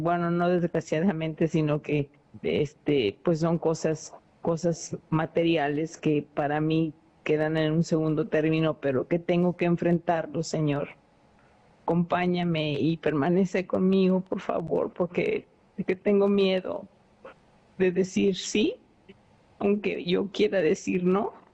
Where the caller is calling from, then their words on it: Guadalajara, Jalisco, Mexico; de Guadalajara.